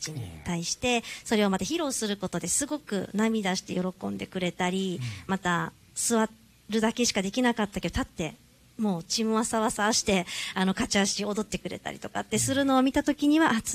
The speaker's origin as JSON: {"language": "Japanese", "town": "Uruma", "region": "Okinawa", "country": "Japan", "tie": "born or raised there", "said": "地元はあの、まあ、うるま市の方なんですけど、"}